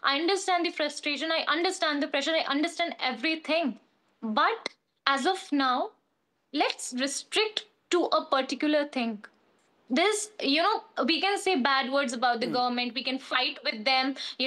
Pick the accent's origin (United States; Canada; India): India; Delhi; I know I'm from